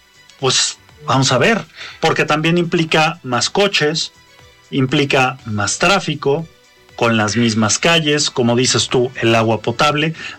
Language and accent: Spanish; Puebla, Mexico; los que somos poblanos